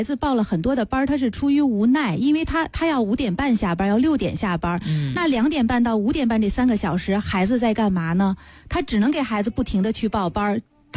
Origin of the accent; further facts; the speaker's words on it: China; 我们中国人爱什么呀